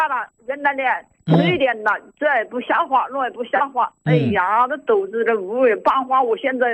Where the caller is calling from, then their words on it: Luoyang, Henan, China; 我有，我在洛阳。